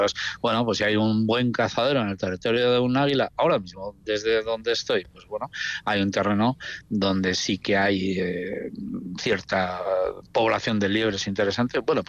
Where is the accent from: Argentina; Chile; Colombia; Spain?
Spain; Navarre; Yo soy navarro